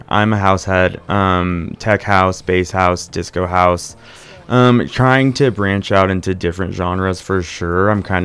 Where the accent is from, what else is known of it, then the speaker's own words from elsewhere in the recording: Boise, Idaho, United States; I'm actually from the area, Boise, Nampa, Meridian.